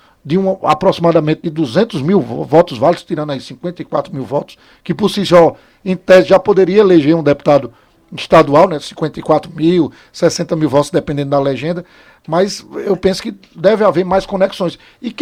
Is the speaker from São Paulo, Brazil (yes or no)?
no; Caruaru, Pernambuco, Brazil; E como ciosos nós somos, bairristas nós somos de Caruaru, ficamos às vezes com esse sentimento de poder ficar de fora de um representante de nossa terra.